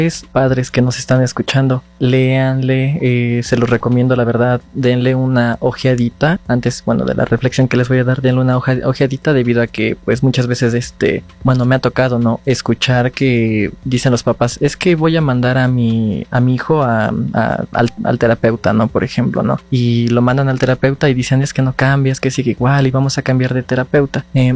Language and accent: Spanish; Mexico; como mexicanos vamos a crecer